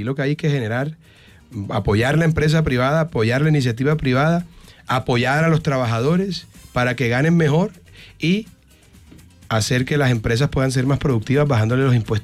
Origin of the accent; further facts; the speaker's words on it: Caribbean coast, Colombia; que lo haga esta vez un costeño.